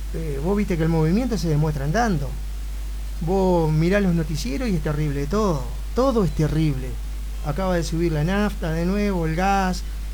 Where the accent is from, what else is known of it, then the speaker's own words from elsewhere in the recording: Concordia, Entre Ríos, Argentina; como concordiense y vecino de mi ciudad